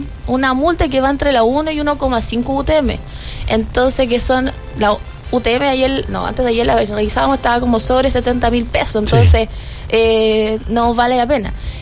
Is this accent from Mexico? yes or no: no; Chile; Sí, a última hora, como buen chileno.